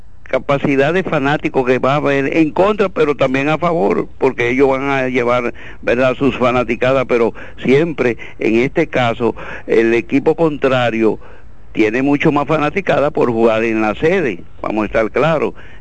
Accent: Jarabacoa, La Vega, Dominican Republic; aunque soy de Jarabacoa, yo entiendo que Salcedo ha hecho un gran trabajo

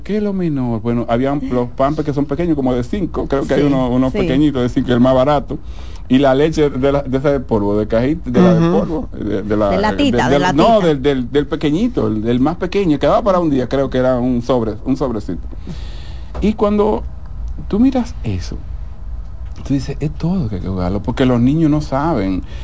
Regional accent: Constanza, La Vega, Dominican Republic; Como decía, yo vine de Constanza

